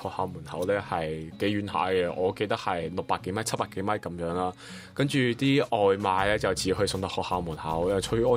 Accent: Macau; 大家好，我系嚟自中国澳门嘅

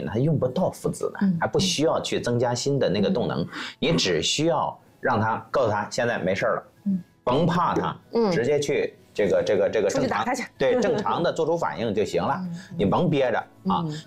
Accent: Shandong, China; now in Beijing, China; 这个用我们山东话说啊，真体质就是属于比较硬吧，

